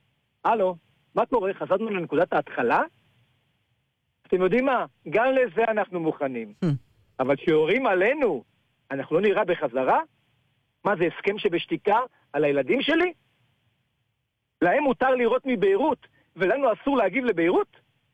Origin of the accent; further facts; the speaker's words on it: Kiryat Shmona, Northern District, Israel; אני נולדתי פה. נולדתי בצריף הירוק בקריית שמונה. גדלתי פה, התחנכתי פה